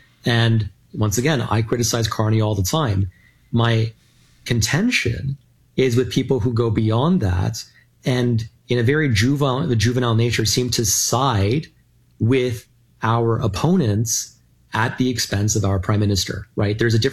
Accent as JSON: {"language": "English", "country": "Canada", "said": "I mean, I find that offensive as a Canadian, right?"}